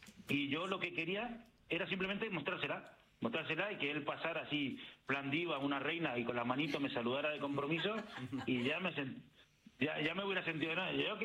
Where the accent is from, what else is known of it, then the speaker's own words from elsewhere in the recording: Argentina; Primero, como argentino, yo creo que es nuestro mejor embajador.